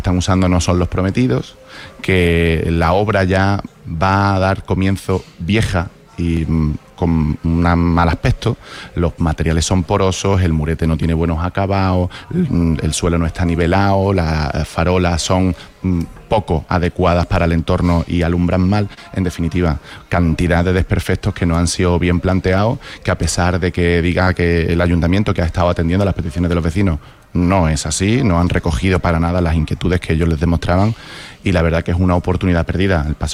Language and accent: Spanish; Málaga, Andalusia, Spain; lo que somos los malagueños, nuestra identidad, nuestros folclores, nuestros símbolos.